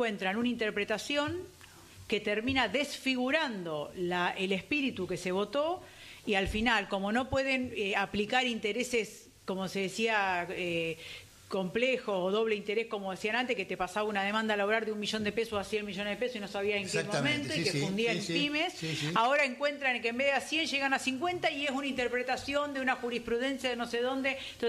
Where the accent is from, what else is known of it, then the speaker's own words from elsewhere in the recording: Argentina; yo parezco, que soy argentina, pero vengo de descendencia del Piamonte